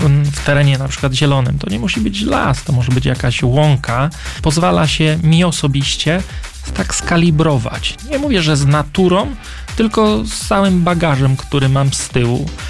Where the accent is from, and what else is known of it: Świętokrzyskie Voivodeship, Poland